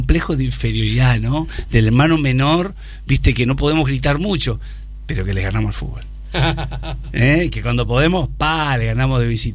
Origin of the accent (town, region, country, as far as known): Uruguay